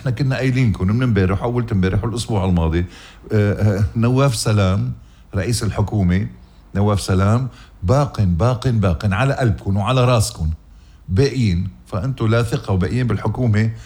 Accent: Lebanon; يا بلدي يا بلدي لبنان،

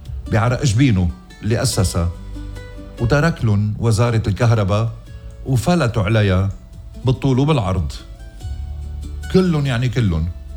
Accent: Lebanon; بوطني ووطنكم لبنان؟

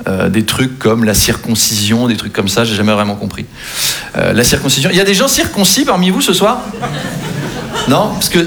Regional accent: Versailles, Île-de-France, France; Moi, j'ai grandi à Versailles, hein, très très catholique comme environnement

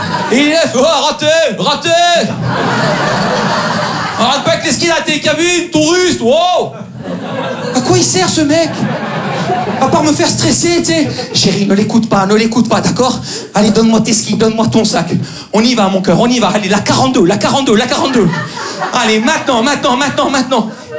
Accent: Belgium; Moi, je suis née, j'ai grandi en Belgique. Mes parents sont nés, ils ont grandi au Cameroun.

